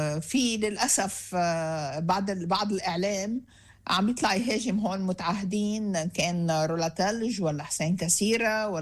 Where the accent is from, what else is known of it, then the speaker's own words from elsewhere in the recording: South Lebanon, Lebanon; وانا بنت جنوبية وانا ضيعتي راحت،